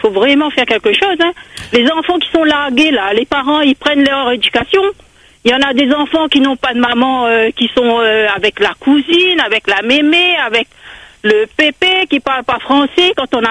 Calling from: Réunion

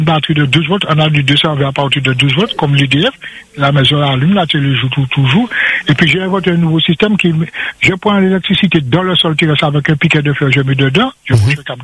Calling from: Martinique

